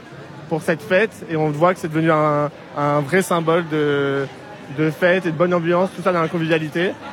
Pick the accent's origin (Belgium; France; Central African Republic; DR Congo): France; Et je suis français.